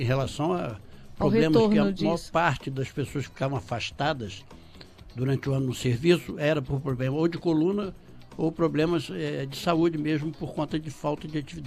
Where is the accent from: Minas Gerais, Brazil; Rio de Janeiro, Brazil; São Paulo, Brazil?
Minas Gerais, Brazil; eu sou mineiro também.